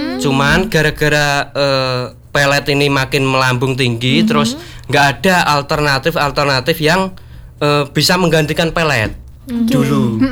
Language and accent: Indonesian; Ngawi, East Java, Indonesia; aku dari Kendal Ngawi.